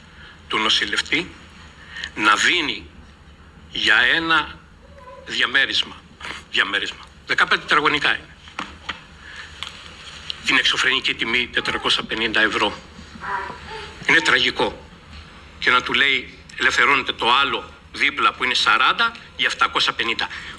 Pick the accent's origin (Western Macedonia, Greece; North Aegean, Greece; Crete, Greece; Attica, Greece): Crete, Greece; Chania; Με κάνει να ντρέπομαι σαν χανιώτης, γιατί εγώ είμαι χανιώτης.